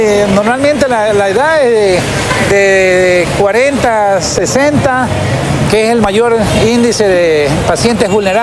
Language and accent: Spanish; Manabí, Ecuador; now in El Empalme, Ecuador; yo hablo por mí, yo soy manabita